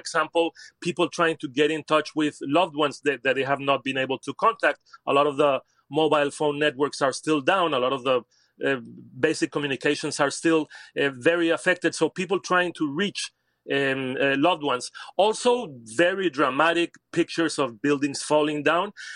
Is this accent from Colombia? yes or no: yes; Cali, Valle del Cauca, Colombia; Well, that's right. I am from Cali. Cali is a very large city, around 3 million people in its metropolitan area.